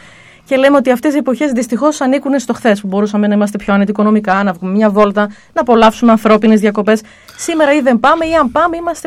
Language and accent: Greek; Greece; Μιλάω σαν Έλληνας πολίτης, σαν νέο άτομο αυτής της χώρας.